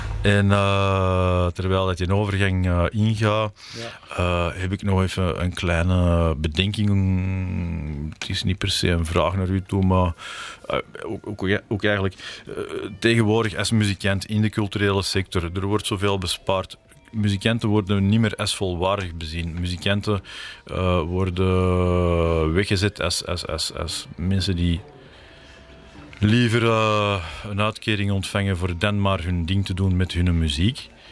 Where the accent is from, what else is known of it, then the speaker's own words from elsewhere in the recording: Belgium; wij zijn Belgen